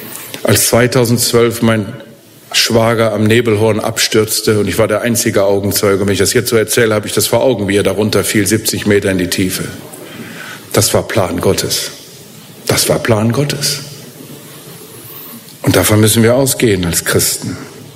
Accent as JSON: {"language": "German", "town": "Steinbach", "country": "Germany", "tie": "born or raised there", "said": "als ich in Steinbach in meinem Heimatort jemanden beerdigen musste"}